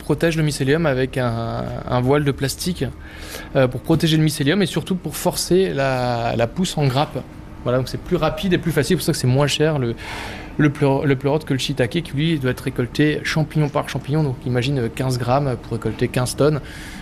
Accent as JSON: {"language": "French", "town": "Strasbourg", "region": "Grand Est", "country": "France", "moved": "as an adult", "lives_now": "Paris, France", "said": "Moi, je viens de Strasbourg."}